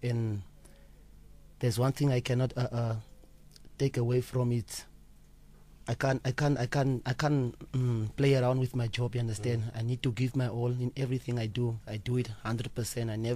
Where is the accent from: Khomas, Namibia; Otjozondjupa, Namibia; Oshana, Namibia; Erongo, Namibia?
Erongo, Namibia; Swakopmund; moved away as an adult; now in South Africa; growing up in Namibia, in my hometown, Swakopmund